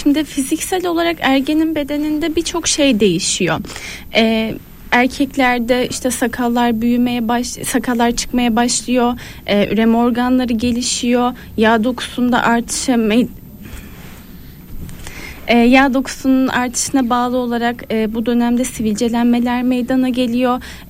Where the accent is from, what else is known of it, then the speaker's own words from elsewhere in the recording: Mardin, Turkey; Mardinliyim, 4 kız kardeşiz. Ailenin ikinci çocuğuyum.